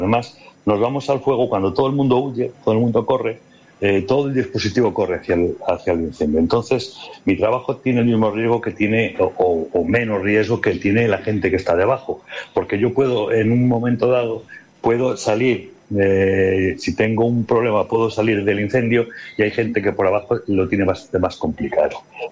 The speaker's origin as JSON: {"language": "Spanish", "town": "Ponferrada", "region": "Castile and León", "country": "Spain", "said": "te recuerdo que yo soy de Ponferrada y cuando se quema esa zona, parte de mí se quema."}